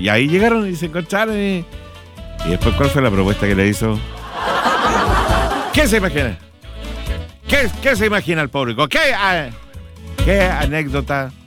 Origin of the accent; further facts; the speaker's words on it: Chile; uno como chileno